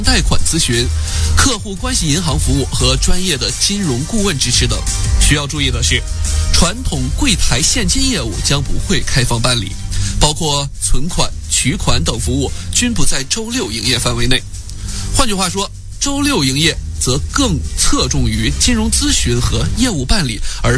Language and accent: Chinese; Australia; 对于很多咱们澳洲人来说真的很不方便。